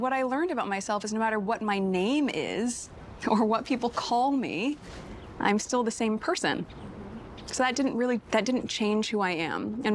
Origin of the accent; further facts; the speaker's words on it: Los Angeles, California, United States; moved away as an adult; That's what I know my hometown to be.